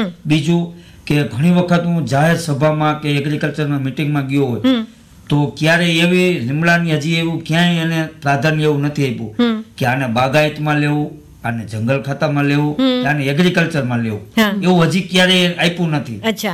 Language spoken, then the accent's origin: Gujarati; Sanosara, Gujarat, India; મારું ગામ રાજકોટ તાલુકાનો સણોસરા જિલ્લો રાજકોટ છે. આશરે 3-4 હજાર ની વસ્તી ધરાવતું ગામ છે.